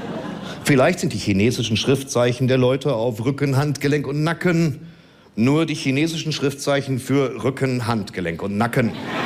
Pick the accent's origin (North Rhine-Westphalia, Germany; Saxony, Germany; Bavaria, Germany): North Rhine-Westphalia, Germany; Dortmund; Ich komme ja aus Dortmund. Viele wissen das, andere nicht.